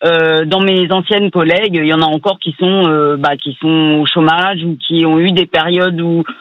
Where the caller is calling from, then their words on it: Mennecy, Île-de-France, France; je vous appelle de Mennecy, dans le 91.